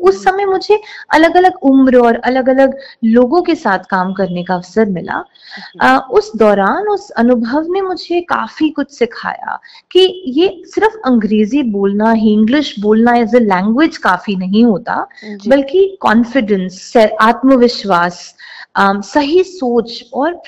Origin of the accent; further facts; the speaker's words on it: Delhi, India; अगर मैं अपने बचपन की बात करूं तो मेरा बचपन दिल्ली में बीता है, वहीं मेरा जन्म हुआ, वहीं मैं पली बड़ी